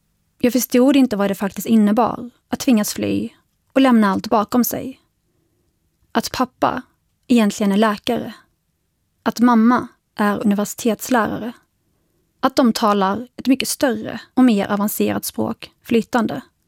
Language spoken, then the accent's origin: Swedish; Sweden; Jag är varken invandrare eller andra generationens invandrare. Jag är första generationens svensk.